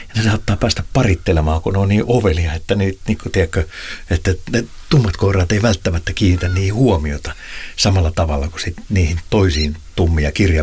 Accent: Pori, Satakunta, Finland; Mä muistan 80-luvulla, niin kun mä olen Porista kotoisin, niin siellä oli vielä suokukkoja soittimia

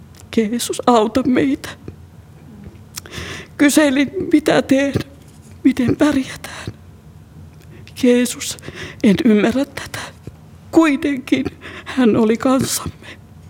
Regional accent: Sweden; moved away as an adult; now in Finland; Tulen Ruotsista. Olen asunut 50 vuotta Ruotsissa ja muutin tänne Suomeen 8 vuotta sitten.

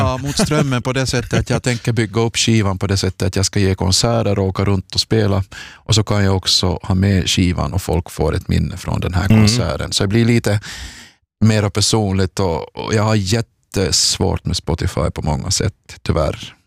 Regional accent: Kronoby, Ostrobothnia, Finland; min hemby i Kronoby

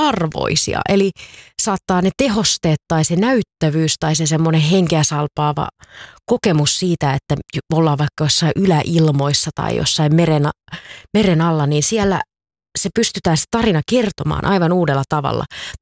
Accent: Savonlinna, South Savo, Finland; born there; muistan itsekin ajan lapsena, kun Savonlinnassa ensimmäistä kertaa elokuvateatterissa kävin

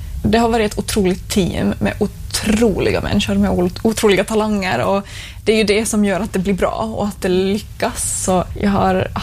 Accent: Finland; Alltså det var egentligen sommaren innan mitt sista år på Balettakademin som jag var hemma i Finland på liksom sommarlov

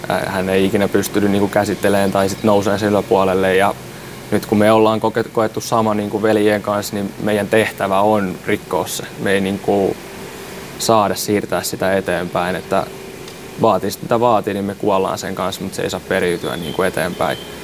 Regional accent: Tampere, Pirkanmaa, Finland; born there; Synnyttiin tosiaan Tampereella

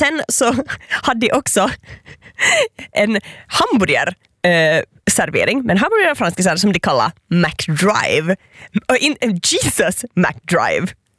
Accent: Ostrobothnia, Finland; Don't worry, jag är från Österbotten. Någonting måste jag ha kvar.

